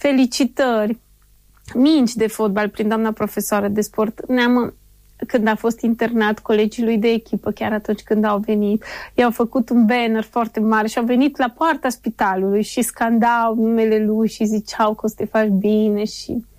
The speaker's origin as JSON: {"language": "Romanian", "town": "Cluj-Napoca", "region": "Cluj County", "country": "Romania", "said": "noi suntem din Cluj."}